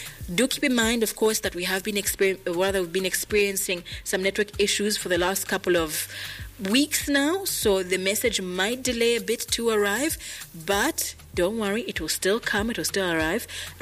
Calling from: Zambia; I'm calling from Windbig, Zambia.

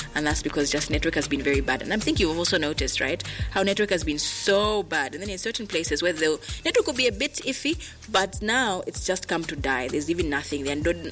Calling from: Zambia; I'm calling you from Winbig, Zambia.

